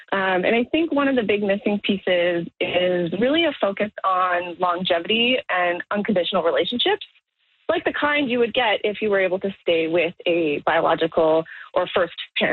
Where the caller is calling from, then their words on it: Toronto, Ontario, Canada; I'm calling in from Toronto on behalf of Never Too Late, which is an organization I work at.